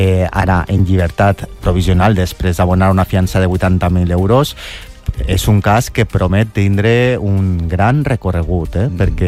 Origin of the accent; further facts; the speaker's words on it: Valencian Community, Spain; Jo que sóc de la Marina Alta, molta gent major, tots els estalvis de la vida han, de la seva vida els han invertit en una vivenda i la tenen llogada ara.